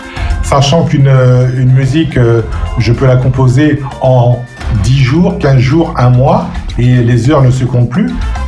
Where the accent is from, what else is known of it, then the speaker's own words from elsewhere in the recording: Guadeloupe; en tant que Guadeloupéen